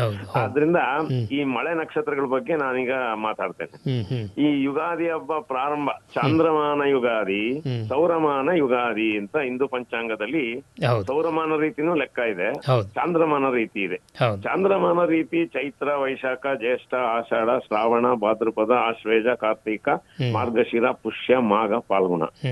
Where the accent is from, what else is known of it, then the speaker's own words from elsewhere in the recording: South India, India; ನಮ್ ತಮಿಳು, ಆಂಧ್ರ, ಕೇರಳ ಕಡೆ ನಾವು ಸೌತ್ ಇಂಡಿಯಾದವರು